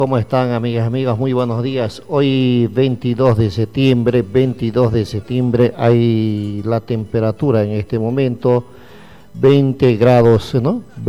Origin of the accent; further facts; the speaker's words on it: Santa Cruz, Bolivia; este tema que nos caracteriza a nosotros, que somos parte del Oriente Cruceño, ¿no?